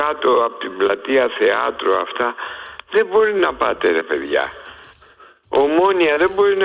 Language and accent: Greek; Athens, Attica, Greece; Εγώ έζησα την αγορά, μέσα στην αγορά μεγάλωσα, στη Βαρβάκιο.